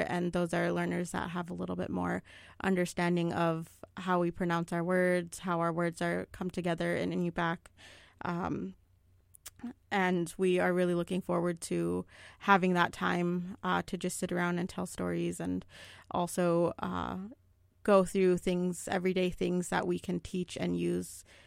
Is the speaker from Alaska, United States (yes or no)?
yes; Kotzebue, Alaska, United States; now in Anchorage, United States; I am from Kotzebue in Sisolik, and I live in Anchorage now.